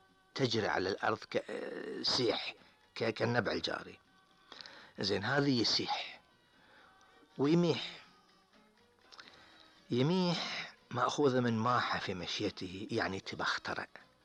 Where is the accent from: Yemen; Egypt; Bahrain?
Bahrain; والعامة عندنا في البحرين يقولون عن نبع الماء الجاري على سطح الأرض السيح